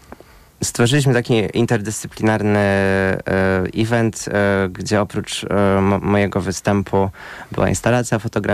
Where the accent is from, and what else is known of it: Kielce, Świętokrzyskie Voivodeship, Poland; born or raised there